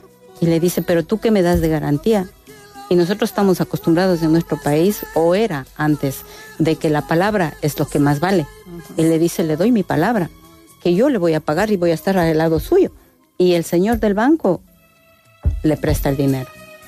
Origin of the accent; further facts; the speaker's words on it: Otavalo, Imbabura, Ecuador; Spanish is a second language; Quichua. Sí, es, nosotros en, digamos, en la zona de Imbabura, todo, hablamos el Quichua.